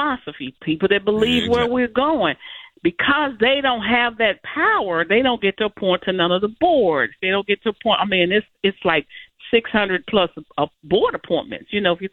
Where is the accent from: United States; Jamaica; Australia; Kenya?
United States; Memphis, Tennessee; I'm from Memphis, so, yeah, that's where I represent.